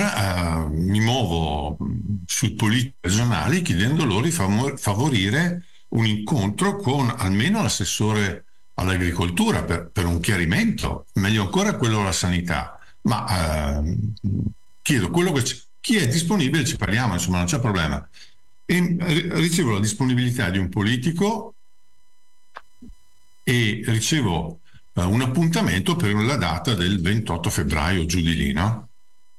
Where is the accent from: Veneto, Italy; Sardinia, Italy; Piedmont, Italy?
Veneto, Italy; Perché io sono della Bassa, vengo dai bassi fondi del Veronese, cioè dove le aquile non osano